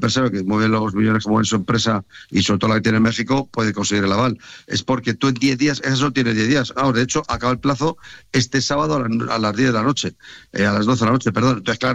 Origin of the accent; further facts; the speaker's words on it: Madrid, Community of Madrid, Spain; no olvides que soy madrileño.